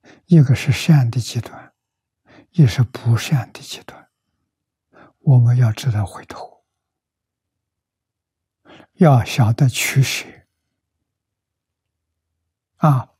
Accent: China

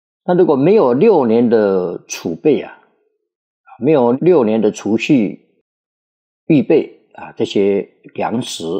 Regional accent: China; 我们中国人

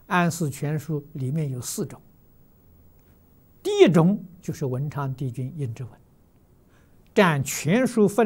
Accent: China; 我们中国人

